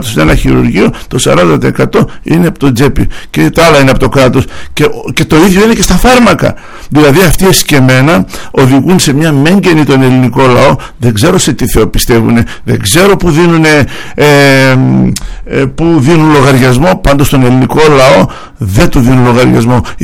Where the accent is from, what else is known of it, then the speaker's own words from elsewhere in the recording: Greece; Ξέρετε ότι σαν Έλληνες έχουμε το υψηλότερο ποσοστό ιδιωτικών δαπανών υγείας